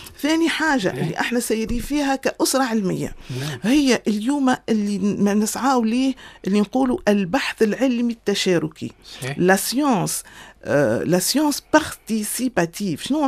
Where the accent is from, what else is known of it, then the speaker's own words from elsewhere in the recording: Tunisia; وأنا بالطبع كتونسية